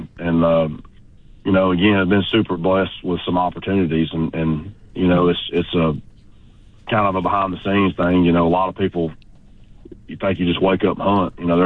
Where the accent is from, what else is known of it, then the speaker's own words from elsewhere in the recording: Georgia, United States; Man, I was like most redneck kids growing up in Georgia